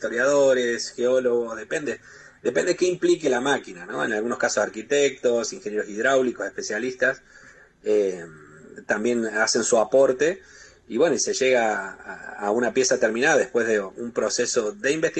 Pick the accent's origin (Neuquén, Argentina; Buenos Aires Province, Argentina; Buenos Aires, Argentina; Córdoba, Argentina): Córdoba, Argentina; Córdoba, que es de donde soy yo